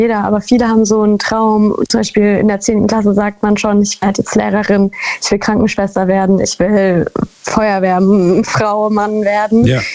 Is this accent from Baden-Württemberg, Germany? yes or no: yes; Baden-Württemberg, Germany; Ich komme aus der Nähe von Karlsruhe.